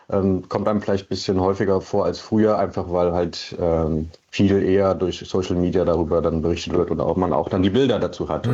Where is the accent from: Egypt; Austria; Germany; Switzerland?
Germany; Lower Saxony; Ja, ich bin in der Nähe von Hannover groß geworden